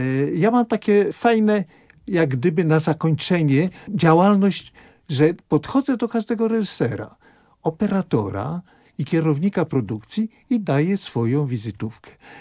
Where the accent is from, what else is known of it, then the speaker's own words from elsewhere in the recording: Łódź, Łódź Voivodeship, Poland; born there; Ja urodziłem się na Piotrkowskiej 196, gdzie jest w tej chwili Akademik Wyższej Szkoły Filmowej.